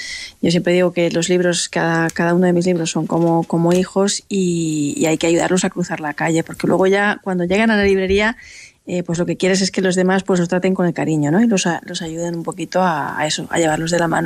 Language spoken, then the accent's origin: Spanish; Spain; por fin ve la tierra en mi país y ve la tierra en España.